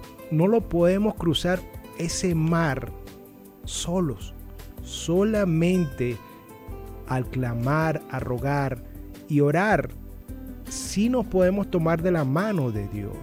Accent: Venezuela; lo amoroso, lo cordial, lo afectuoso que somos los venezolanos

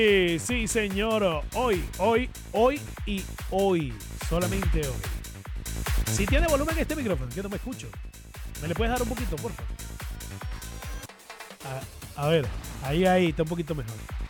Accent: San Sebastián de los Reyes, Aragua, Venezuela; moved away; Claro que soy de San Sebastián de los Reyes, Estado de Aragua. Lamentablemente me vine de allá hace algunos añitos, pero sí, mi corazón sigue estando en San Sebastián.

